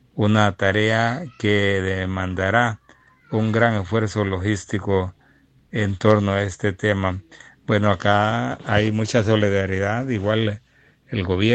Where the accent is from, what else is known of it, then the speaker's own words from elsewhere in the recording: Honduras; now in United States; nosotros como hondureños acá en Estados Unidos y allá en Honduras.